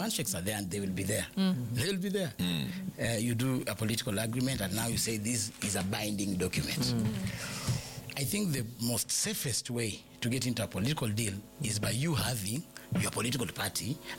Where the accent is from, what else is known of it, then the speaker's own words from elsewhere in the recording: Kakamega, Kakamega County, Kenya; born there; I was born in Kakamega.